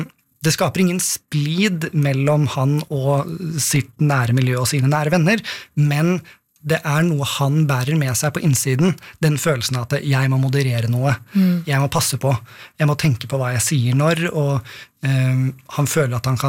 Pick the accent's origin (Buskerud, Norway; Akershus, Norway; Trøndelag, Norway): Akershus, Norway; Oppegård; born or raised there